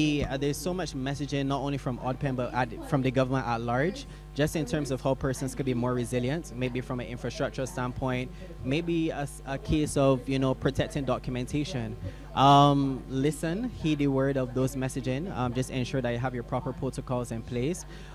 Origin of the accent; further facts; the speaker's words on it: Barbados; I'm from Barbados.